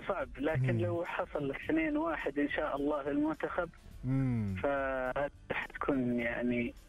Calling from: Riyadh, Riyadh Province, Saudi Arabia

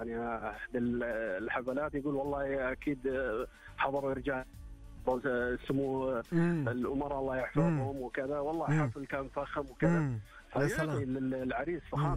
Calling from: Riyadh, Riyadh Province, Saudi Arabia; من الرياض

